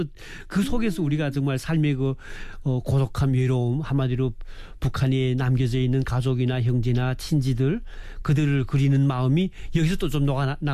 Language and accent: Korean; North Korea; now in South Korea; 저는 우리 탈북자분들이 지금 식당 운영하는 분들이 꽤 많아졌어요.